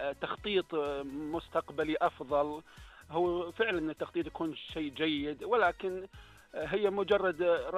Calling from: Al-Isawiyah, Al-Jawf, Saudi Arabia; من العيسوية، منطقة الجوف.

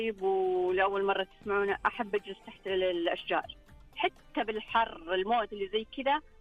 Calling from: Jeddah, Makkah Province, Saudi Arabia; لا من جدة.

